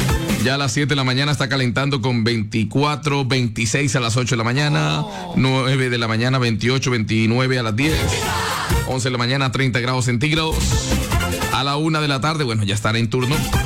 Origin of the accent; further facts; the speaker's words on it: Pailitas, Cesar, Colombia; moved away; Pailita, Cesar, mi pueblo